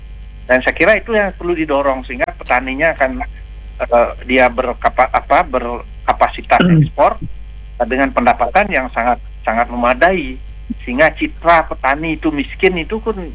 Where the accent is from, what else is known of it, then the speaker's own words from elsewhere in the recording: Bali, Indonesia; Saya sendiri warga Badung